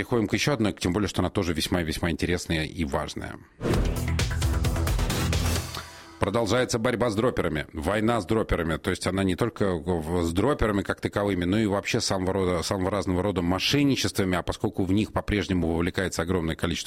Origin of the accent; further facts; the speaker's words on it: Moscow, Russia; я родился и вырос в Москве